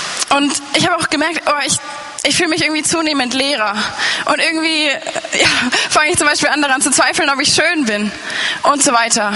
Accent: Baden-Württemberg, Germany; Ich bin katholisch aufgewachsen in Baden-Württemberg, in einem kleinen Ort an der Schweizer Grenze.

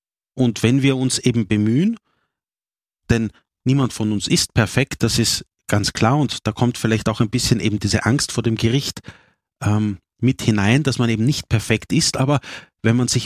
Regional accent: Vienna, Austria; das eine Geschäft gibt es nicht mehr bei mir im 23. Bezirk, wo ich aufgewachsen bin in Liesing

